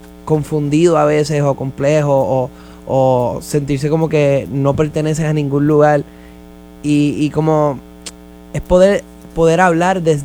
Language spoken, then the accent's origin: Spanish; Puerto Rico; Pero es porque yo soy de Puerto Rico y en Puerto Rico hace mucho calor.